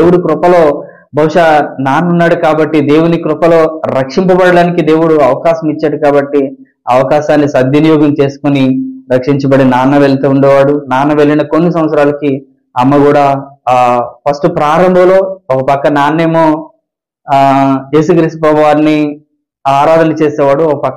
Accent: Andhra Pradesh, India; మాది విశాఖ జిల్లాలో ఒక చిన్న కుగ్రామం, చిన్న గ్రామం. మా గ్రామం పేరు కొంతలం గ్రామం. నేను, మా చెల్లి, అమ్మ, నాన్న, మా అమ్మమ్మ ఇంట్లో ఉండేవాళ్ళము.

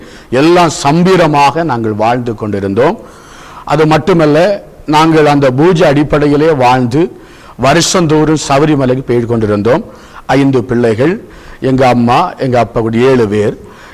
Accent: Kollengode, Tamil Nadu, India; நாங்கள் இந்து குடும்பத்திலே பிறந்து வளர்ந்தவர்கள். நான் பிறக்கும்போதே இந்து குடும்பம் கொல்லங்கோடு பகுதியிலே சிறுவைபுரம் பகுதியிலே அந்த இடத்துல எங்களுக்கு சொந்த ஒரு கோவில் உண்டு.

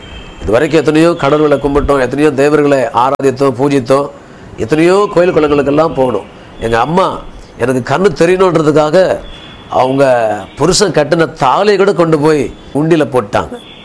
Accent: Gummidipoondi, Tamil Nadu, India; நான் பிறந்து வளர்ந்ததெல்லாம் கும்மிடிப்பூண்டி தான், ஒரு சின்ன ஒரு வில்லேஜ், ஒரு அது பேர் வெட்டு காலனி.

